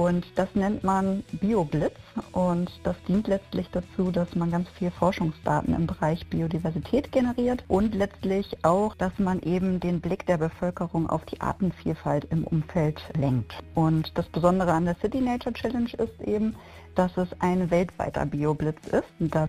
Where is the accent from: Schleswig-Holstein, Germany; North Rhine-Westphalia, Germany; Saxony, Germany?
Schleswig-Holstein, Germany; moved away as an adult; now in Koblenz, Germany; ich bin gebürtige Schleswig-Holsteinerin